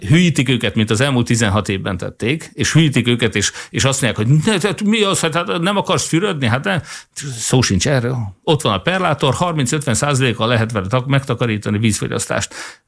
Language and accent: Hungarian; Hódmezővásárhely, Csongrád-Csanád, Hungary; Hódmezővásárhely víz szempontjából szerencsés, hiszen nálunk ártézi vizek vannak